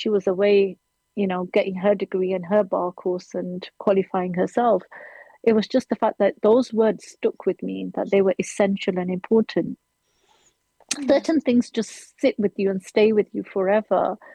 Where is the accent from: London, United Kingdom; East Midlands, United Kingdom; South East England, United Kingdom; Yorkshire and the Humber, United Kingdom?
Yorkshire and the Humber, United Kingdom; Sheffield; now in Luton, United Kingdom; I am now living in Luton and I am from Sheffield